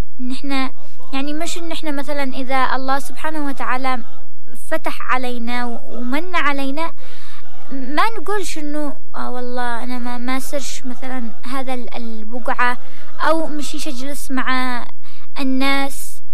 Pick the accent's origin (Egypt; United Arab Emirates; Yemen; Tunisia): Yemen; accent: Yemeni; مثل ما بنقول يعني في لهجتنا اليمنية بيتهلك